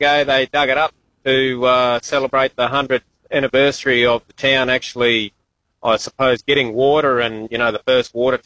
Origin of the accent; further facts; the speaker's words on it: Theodore, Queensland, Australia; born there; now in Dalby, Australia; back in 1988, I was a school captain up at a little place called Theodore up in central Queensland.